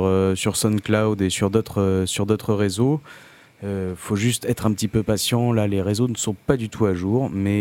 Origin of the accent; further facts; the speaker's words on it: Castres, Occitanie, France; moi, je suis de Castres, je suis pas de loin, tu vois.